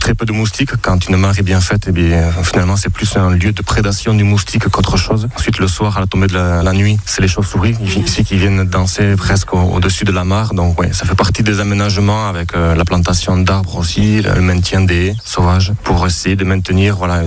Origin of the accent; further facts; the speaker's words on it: Ustaritz, Nouvelle-Aquitaine, France; Hey, Gounon, bonjour … j'ai 36 ans et je viens d'Ustaritz.